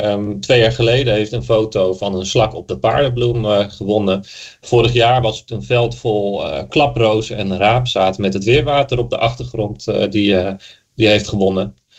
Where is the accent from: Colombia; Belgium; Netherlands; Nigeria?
Netherlands; Almere, Flevoland; Ik ben natuurlijk geboren en getogen in Almere.